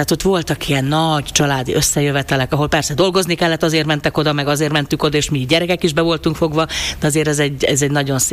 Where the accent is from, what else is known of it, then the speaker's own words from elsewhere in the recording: Kráľovský Chlmec, Košice Region, Slovakia; Én azt szoktam mondani, hogy én Bodrog közben nőttem fel, mert ugye ott mindenki Helmecen született annak idején.